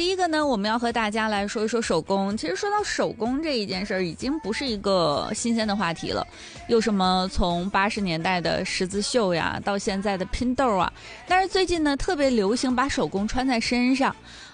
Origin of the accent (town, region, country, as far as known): Dalian, Liaoning, China